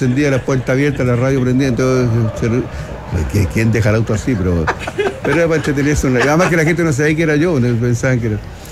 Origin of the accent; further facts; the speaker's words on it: Valparaíso, Chile; born there; ¿por qué soy wanderino? Nací en Valparaíso.